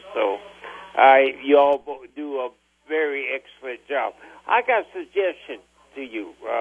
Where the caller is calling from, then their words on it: Louisiana, United States; I live down here. I'm from Louisiana, and we got a lot of different rinky-dinks down here too.